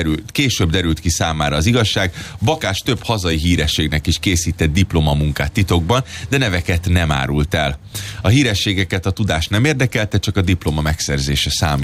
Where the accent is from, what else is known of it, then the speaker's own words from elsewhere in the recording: Budapest, Hungary; born there; mikor én gyerekként, mit tudom, Újpesten lementem focizni